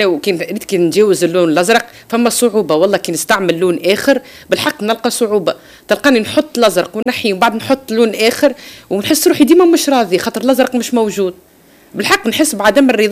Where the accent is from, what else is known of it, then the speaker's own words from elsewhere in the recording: Tunisia; احنا عنا ميديا مهتمة بالفن التشكيلي في تونس